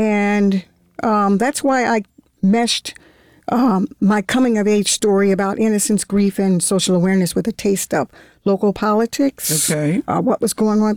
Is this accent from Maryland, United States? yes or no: yes; Baltimore, Maryland, United States; I was born in Baltimore.